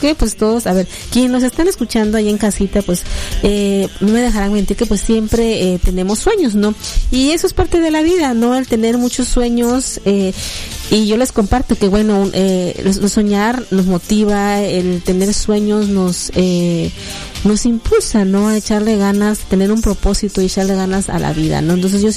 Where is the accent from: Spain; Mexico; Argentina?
Mexico; como buen mexicana siempre lo dejamos para mañana